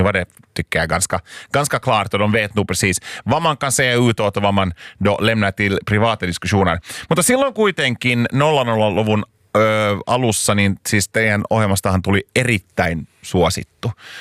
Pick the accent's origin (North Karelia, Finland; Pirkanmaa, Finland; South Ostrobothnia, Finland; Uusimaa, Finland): Uusimaa, Finland; Loviisa; Siellä minä loviisalaisena poikana, jos Loviisan paikallisesta, mä kuulin yhden biisin tällä kanavalla.